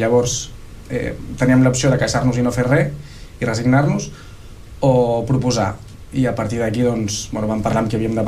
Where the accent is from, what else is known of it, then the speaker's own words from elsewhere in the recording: Tordera, Catalonia, Spain; som del veïnat de Sant Daniel, no a Tordera Poble, i això a vegades és un hàndicap.